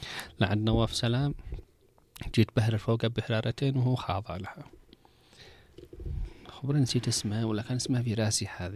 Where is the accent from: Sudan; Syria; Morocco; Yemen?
Yemen